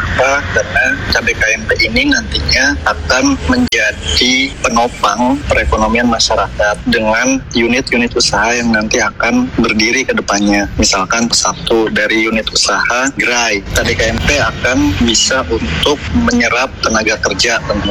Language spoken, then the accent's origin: Indonesian; Cirebon, West Java, Indonesia; saya berasal dari Desa Suci, Kabupaten Cirebon.